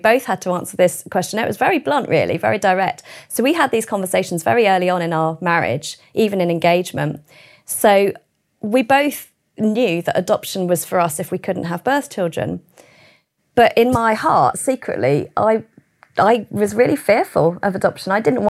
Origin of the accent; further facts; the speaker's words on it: Keynsham, South West England, United Kingdom; also born or lived in Berkshire; now in York, United Kingdom; I was born in the UK. I was born near Keynsham. Well, I grew up in Keynsham for the first few years of my life. And then we moved to Berkshire.